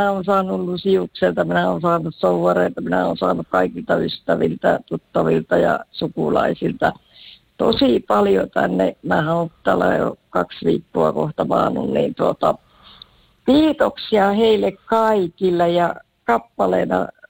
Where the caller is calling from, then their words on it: Sievi, North Ostrobothnia, Finland; No nyt ollaan tällä hetkellä Oulussa, mutta kyllä mä Sievistalo lähtöisin.